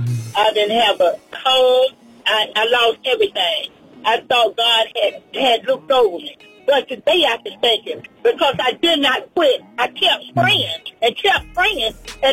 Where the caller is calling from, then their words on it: Columbus, Georgia, United States; And I'm calling from Columbus, Georgia.